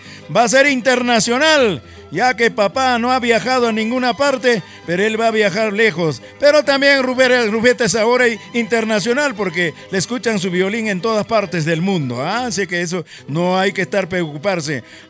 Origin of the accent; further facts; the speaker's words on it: Ancash, Peru; Somos lugareños, somos del Callejón de Huayla, somos entre Collahuasi, entre Huaripampa y Olleros.